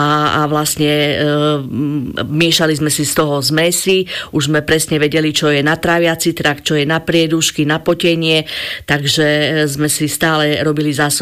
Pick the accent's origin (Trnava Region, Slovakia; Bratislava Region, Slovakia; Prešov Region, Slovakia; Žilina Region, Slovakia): Prešov Region, Slovakia; Šambron; to je vlastne moja rodná dedina a tam aj bývam.